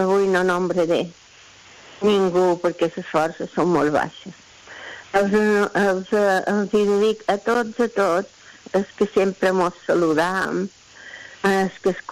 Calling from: Palma, Balearic Islands, Spain; de Sant Ferriol.

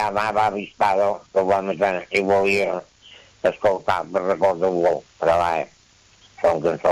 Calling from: Can Picafort, Balearic Islands, Spain; de Can Picafort.

